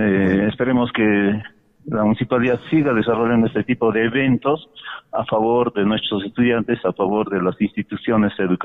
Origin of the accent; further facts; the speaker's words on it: Apurímac, Peru; first language Quechua; Spanish is a second language; nuestra lengua materna, que es el quechua. Entonces, quedan invitados todas las instituciones educativas de aquí, de la localidad de Tambobamba